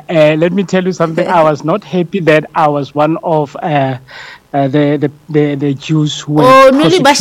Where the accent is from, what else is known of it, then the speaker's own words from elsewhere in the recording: South Africa; I am a South African theater practitioner.